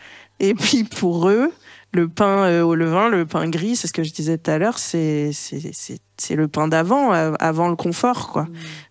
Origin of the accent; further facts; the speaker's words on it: Lyon, Auvergne-Rhône-Alpes, France; Moi, je viens de Lyon.